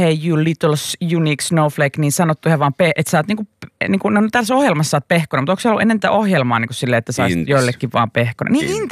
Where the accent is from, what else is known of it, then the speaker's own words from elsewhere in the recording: Raahe, North Ostrobothnia, Finland; Olen harvinainen, olen raahelainen snowflake.